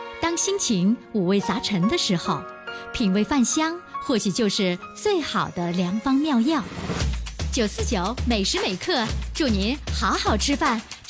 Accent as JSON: {"language": "Chinese", "region": "Xinjiang", "country": "China", "said": "咱们新疆人喜欢抓饭"}